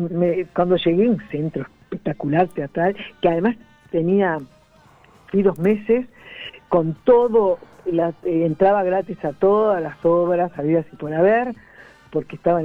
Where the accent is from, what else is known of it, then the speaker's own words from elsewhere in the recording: Uruguay; yo soy uruguaya, no soy argentina.